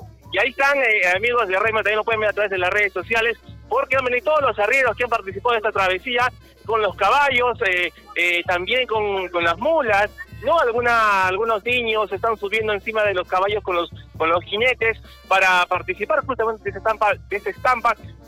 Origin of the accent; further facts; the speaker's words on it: Viraco, Arequipa, Peru; hoy venimos todo el pueblo de Viraco, venimos a saludar, hemos venido de nuestra tierra